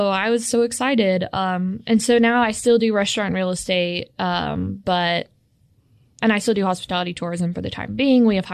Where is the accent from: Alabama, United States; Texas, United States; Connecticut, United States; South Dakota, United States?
Alabama, United States; Trussville; born there; moved away as an adult; also born or lived in Dunlap, Illinois / Hendersonville, Tennessee; now in Memphis, United States; Yeah, so I am from Birmingham, Alabama, in a suburb called Trustful. It used to be smaller. Now it's like bigger, so I can't really say small town anymore.